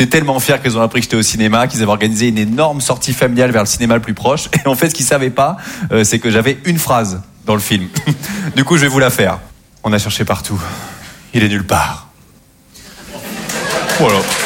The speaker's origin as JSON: {"language": "French", "region": "Normandy", "country": "France", "said": "moi je viens de Normandie"}